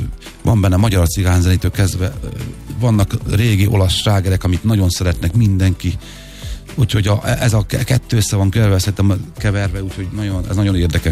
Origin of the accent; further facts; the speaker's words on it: Tiszafüred, Jász-Nagykun-Szolnok, Hungary; én gyerekkoromban, hogy Tiszafüreden éltem